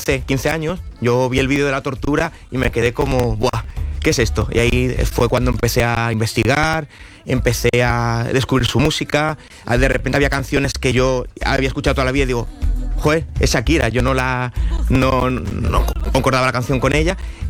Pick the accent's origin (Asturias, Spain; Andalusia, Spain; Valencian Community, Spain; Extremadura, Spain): Asturias, Spain; now in Madrid, Spain; Yo soy de Asturias y ahí yo tenía una habitación en mi casa que era...